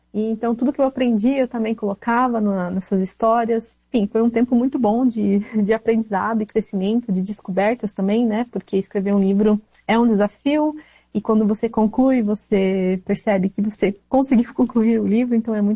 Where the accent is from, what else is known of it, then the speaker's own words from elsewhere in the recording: South Region, Brazil; now in North Brazil; Eu sou do Sul. Aí nesse tempo eu mudei pro Norte